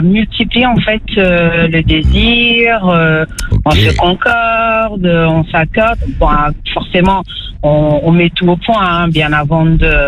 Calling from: Tours, Centre-Val de Loire, France; Moi, je suis à Tours.

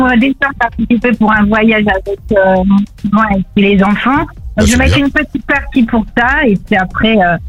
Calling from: Écouen, Île-de-France, France; Moi, j'habite à Écouen, dans Val d'Oise.

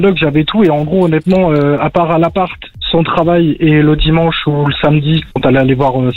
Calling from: Martigues, Provence-Alpes-Côte d'Azur, France; Ouais, là, je suis à Martigues.

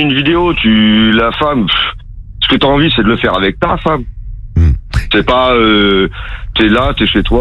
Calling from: Bourges, Centre-Val de Loire, France; Ouais, je suis à Bourges.

